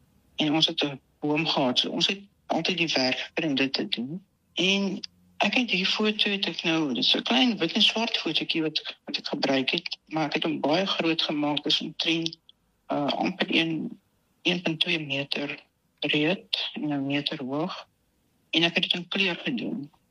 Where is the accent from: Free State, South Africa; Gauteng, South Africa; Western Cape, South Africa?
Gauteng, South Africa; Heidelberg; want ek het op Heidelberg in Transvaal groot geword.